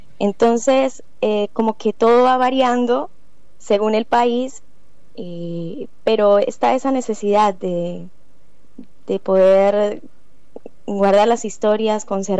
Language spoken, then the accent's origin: Spanish; Colombia; a nosotros nos ha sorprendido como colombianos